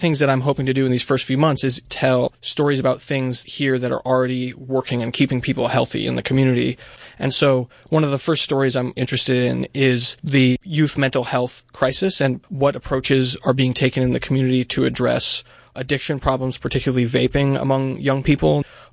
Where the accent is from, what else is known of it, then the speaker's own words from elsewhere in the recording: Ithaca, New York, United States; I'm from upstate New York originally. I'm from Ithaca. I went to Ithaca College about an hour and 15 minutes away from here.